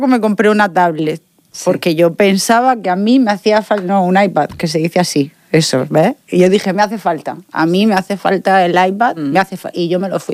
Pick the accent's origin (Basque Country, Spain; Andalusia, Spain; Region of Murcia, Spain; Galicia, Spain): Region of Murcia, Spain; Yo, como murciana, lo digo así